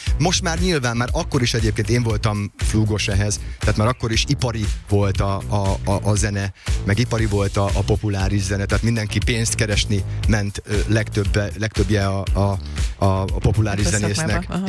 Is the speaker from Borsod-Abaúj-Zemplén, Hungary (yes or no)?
no; Szolnok, Jász-Nagykun-Szolnok, Hungary; akkor még én szolnoki fiú vagyok